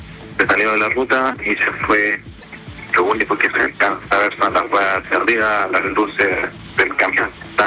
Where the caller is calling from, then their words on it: Santiago, Santiago Metropolitan Region, Chile; Mira, de Santiago.